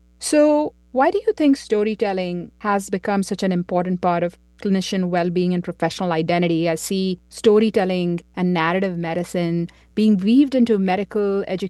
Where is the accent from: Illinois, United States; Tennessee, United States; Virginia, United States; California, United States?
California, United States; Davis; Davis, California, my hometown